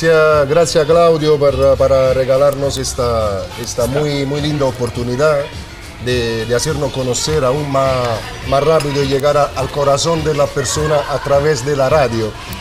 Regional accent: Italy; Spanish is a second language; now in Chile; Y le dije, sí, soy de Italia.

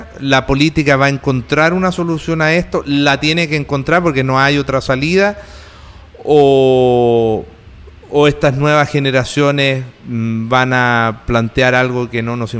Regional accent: Italy; Spanish is a second language; nosotros, bueno, como italianos sabemos que, por ejemplo, el crimen organizado es una realidad.

